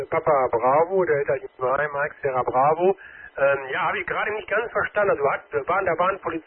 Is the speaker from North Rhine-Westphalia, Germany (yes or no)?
yes; Meerbusch, North Rhine-Westphalia, Germany; born there; Ich komme ja gebürtig aus Meerbusch.